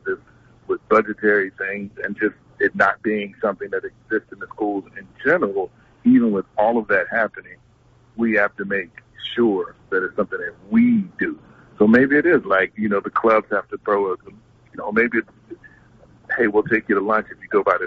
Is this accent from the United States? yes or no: yes; Philadelphia, Pennsylvania, United States; You know, one of the things about growing up in Philly that I really enjoyed was jazz education.